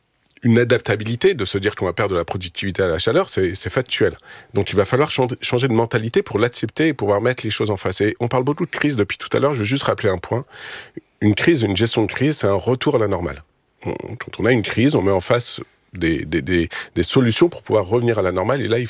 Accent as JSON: {"language": "French", "town": "Paris", "region": "Île-de-France", "country": "France", "tie": "born there", "said": "je suis parisien de naissance"}